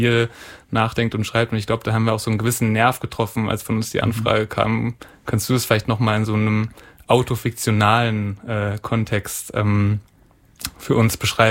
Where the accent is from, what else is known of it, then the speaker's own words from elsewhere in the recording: Saxony-Anhalt, Germany; ich komme aus der Nähe von Halle und da gibt es viele Dorffeste, die man auch nicht besuchen muss.